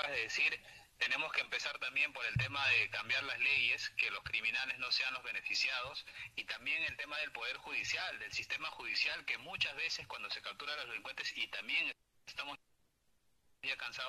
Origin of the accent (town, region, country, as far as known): Peru